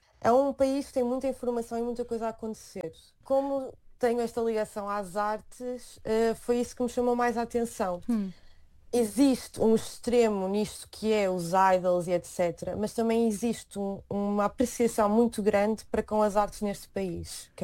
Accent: Portugal; moved away as an adult; now in South Korea

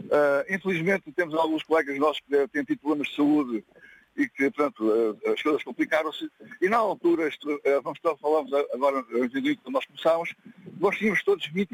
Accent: Serpa, Alentejo, Portugal; now in Beja, Portugal; Aqui à volta da cidade de Beja, que é onde eu resido, eu sou de Serpa.

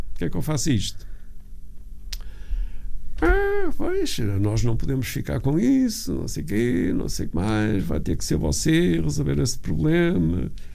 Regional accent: Vila do Conde, Norte, Portugal; nós, como eu disse, somos de Vila de Conde.

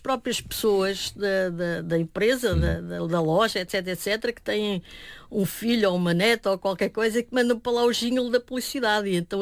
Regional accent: Alentejo, Portugal; moved away; porque eu sou alentejana e também passo algum tempo da minha vida lá pelo Alentejo.

